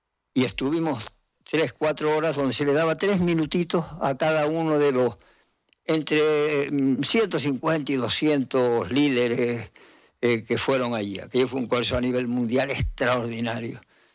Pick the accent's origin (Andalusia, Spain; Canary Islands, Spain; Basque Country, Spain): Canary Islands, Spain; Lanzarote; Yo soy de Lanzarote y lo que eran las aljibes, y siempre tiene uno metido en la cabeza, por supuesto, el hilito y tal, con el cubo agarradito y tal